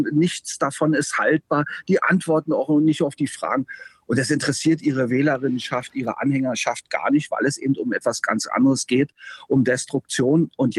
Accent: Berlin, Germany; ich bin Ostdeutscher, ja, ich bin Ostberliner. Man hört mir das vielleicht sogar auch an, obwohl ich übrigens seit 16 Jahren einen Zweitwohnsitz in Oberfranken habe.

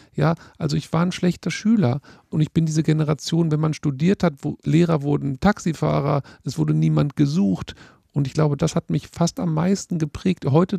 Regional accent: Witten, North Rhine-Westphalia, Germany; Das ist meine Heimat. Witten kennen vielleicht ihre Hörerinnen und Hörer nicht. Das liegt genau zwischen Bochum und Dortmund, also mitten im Herzen des Ruhrgebiets an der B1. Und das ist meine Heimat.

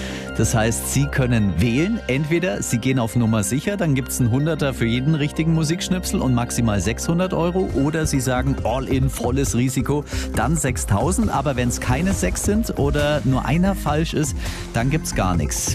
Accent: Augsburg, Bavaria, Germany; born there; In meiner Heimat Schwaben. Ich bin ja ein Augsburger, ein Gebürtiger.

